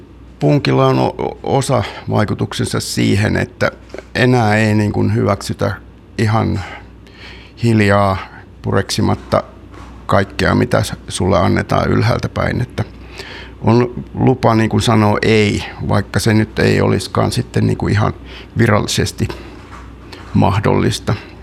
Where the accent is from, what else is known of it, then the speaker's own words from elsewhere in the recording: Suolahti, Central Finland, Finland; Mä oon kotoisin Suolahdesta, Keski-Suomesta.